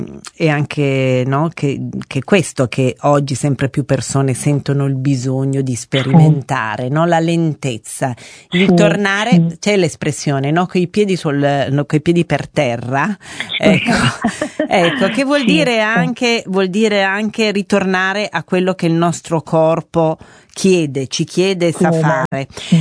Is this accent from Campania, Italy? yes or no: no; Turin, Piedmont, Italy; accent: Turinese; moved away; mi verrà fuori di nuovo anche l'accento torinese, perché … quando torno a casa a Torino da mia sorella